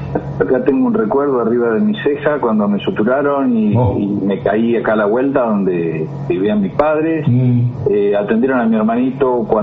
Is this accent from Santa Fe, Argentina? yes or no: no; Punta Alta, Buenos Aires Province, Argentina; Somos todos de Punta Alta